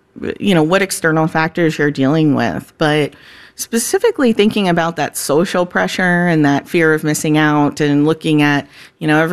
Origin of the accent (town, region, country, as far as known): Florida, United States; moved away